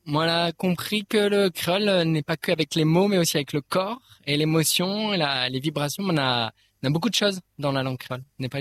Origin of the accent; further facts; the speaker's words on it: Lille, Hauts-de-France, France; also born or lived in Toulouse; Avant ça, moi, on était à Toulouse. Avant ça, moi, on était à Lille. Moi, on est né à, moi, on est natif de Lille. Pas de la Réunion, mais Lille du nord de la France.